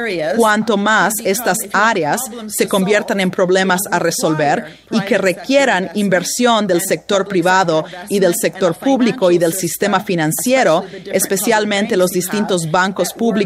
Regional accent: Italy; Spanish is a second language; Puedo decirles que incluso en mi país, Italia, tenemos un problema de implementación.

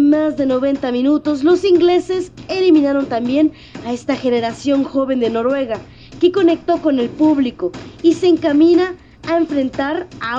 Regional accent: Mexico

